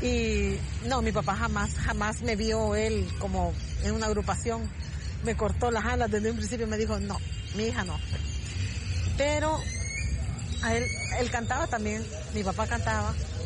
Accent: El Salvador

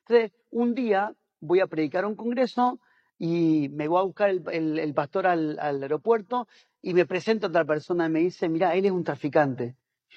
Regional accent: Azul, Buenos Aires Province, Argentina; born there; also born or lived in Tucumán; yo nací en Azul, Buenos Aires, soy mayor de somos cinco hermanos, y los dos mayores nacimos allá. Después mis papás se fueron a Tucumán

